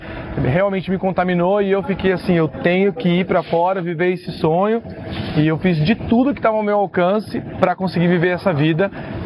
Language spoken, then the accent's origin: Portuguese; Amparo, São Paulo, Brazil; moved away as an adult; also born or lived in United States; eu tenho 43 anos de idade, eu sou da cidade de Amparo